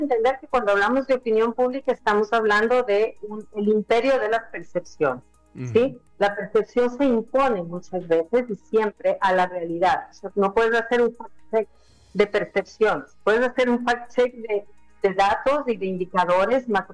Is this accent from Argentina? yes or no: no; Ecuador; No, los ecuatorianos no somos pesimistas. Habemos una parte del Ecuador que somos andinos.